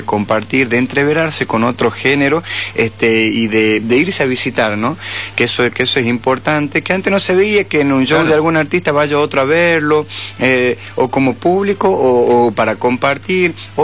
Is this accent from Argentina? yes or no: yes; Salta, Argentina; Y yo soy salteño, nacido y criado en Salta Capital, donde, ¿qué pasa?